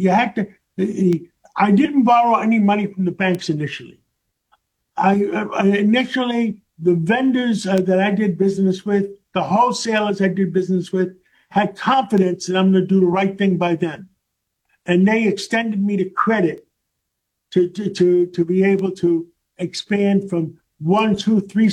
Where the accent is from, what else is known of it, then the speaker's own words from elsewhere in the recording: New York, United States; I grew up in Harlem on 135th Street, between Broadway and Amsterdam Avenue by City College, by Lewisohn Stadium up there. I went to PS 192, 137th Street. And in those days, we walked through Harlem all the time.